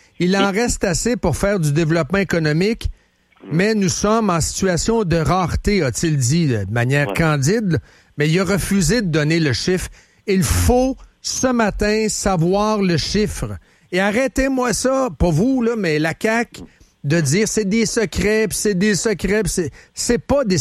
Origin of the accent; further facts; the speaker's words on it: Quebec, Canada; On est des Québécois, vous et moi, puis on y pose la question.